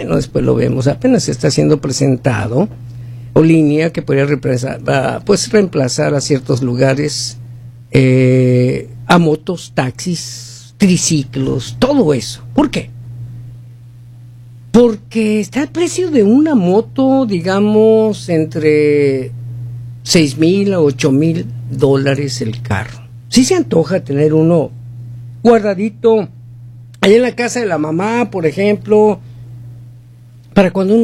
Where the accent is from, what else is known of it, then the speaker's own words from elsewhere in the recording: Hermosillo, Sonora, Mexico; moved away; acabo de ir a mi ciudad natal. Mi ciudad natal es Hermosillo, Sonora, México